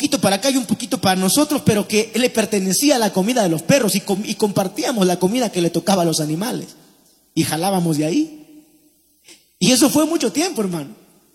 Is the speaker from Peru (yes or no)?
yes; Paiján, La Libertad, Peru; llegaron las vacas flacas, como decimos, en mi pueblo. Llegó como una especie de hambruna ahí en Paiján, no había que comer